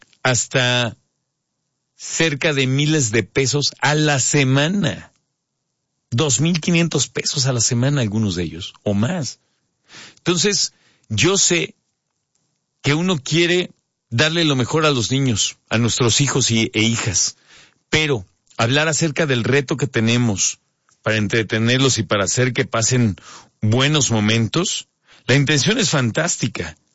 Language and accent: Spanish; Mexico; nos estamos dando cuenta que las épocas que más disfrutamos como mexicanas y mexicanos son las épocas que terminan siendo nuestro mayor reto económico.